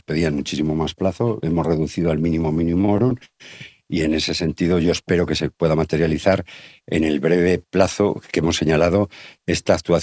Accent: Valladolid, Castile and León, Spain; tenemos los vallisoletanos

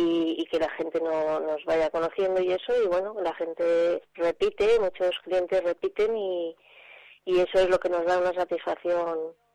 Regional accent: Cantabria, Spain; Somos cántabros

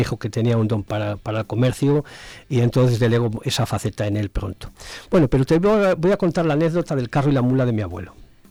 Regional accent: Malva, Castile and León, Spain; un pueblo que hice la historia de mi pueblo a través de un libro titulado Memorias de Malva, lo podéis ver en las bibliotecas, llegó a tener 1.080 habitantes y ahora tiene menos de 100

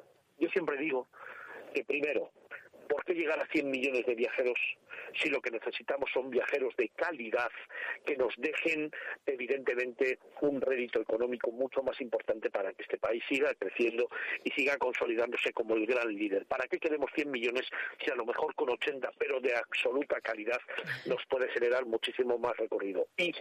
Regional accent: Madrid, Community of Madrid, Spain; soy de Madrid, ¿eh? Soy de Madrid, ¿vale? Lo que pasa que mi madre era extremeña, fíjate que simbiosis. Mi madre extremeña, mi padre de Jaca, aragonés.

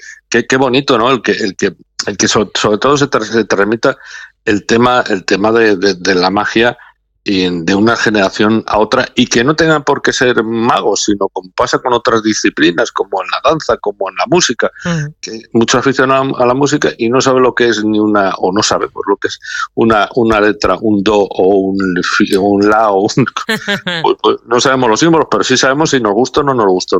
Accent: Peñaranda de Bracamonte, Castile and León, Spain; born there; now in Zamora, Spain; Porque cuando Zamorano soy de adopción y obviamente, como digo, ciudadano del mundo. Pero yo nací en Peñaranda de Bracamonte.

